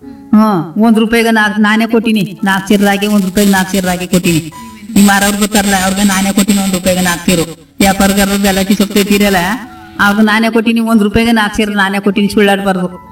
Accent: Heggadalu, Karnataka, India; ನಮ್ದು ಸ್ವಂತ ಹೆಗ್ಗುಳಿಯೇ.

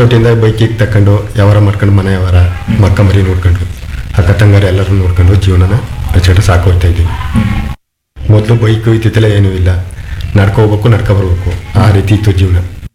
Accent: Ettige, Karnataka, India; ನಾವು ಎತ್ತಿಗೆ ಗ್ರಾಮದವರು.

